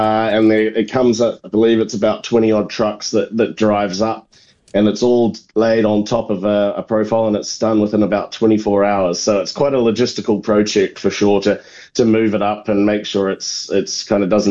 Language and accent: English; Auckland, New Zealand; I grew up in Auckland, so a city boy working on grass, but yeah, very much an Auckland boy.